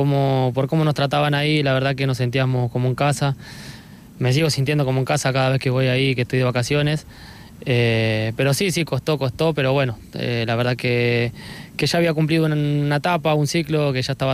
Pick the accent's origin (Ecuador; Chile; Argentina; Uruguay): Argentina; me cargan porque somos argentinos y nosotros lo defendemos a muerte